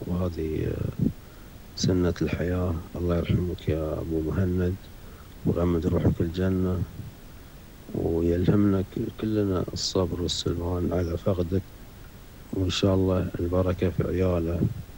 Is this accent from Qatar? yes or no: yes; Qatar